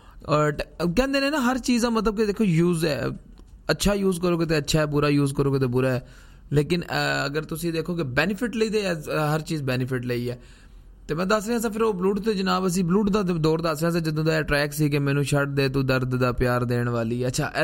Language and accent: Punjabi; Pakistan; moved away; ਜਦੋਂ ਮੈਂ ਪਾਕਿਸਤਾਨ ਤੋਂ ਆਇਆ